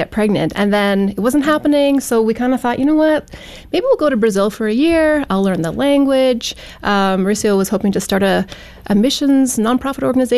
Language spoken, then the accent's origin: English; Edmonton, Alberta, Canada; Oh, I grew up in Edmonton, Alberta, which is the capital. And I grew up in a typical Christian middle class family.